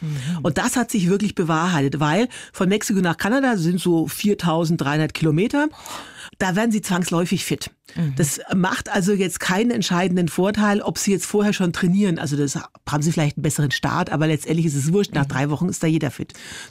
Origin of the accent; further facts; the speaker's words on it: Bavaria, Germany; Also ich komme so aus Franken.